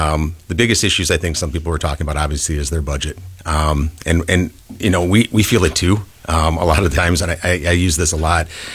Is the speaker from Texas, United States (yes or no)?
no; Milwaukee, Wisconsin, United States; moved away as an adult; also born or lived in Oshkosh; now in Neenah, United States; I was born and raised in Milwaukee. I went to UW Oshkosh for an undergrad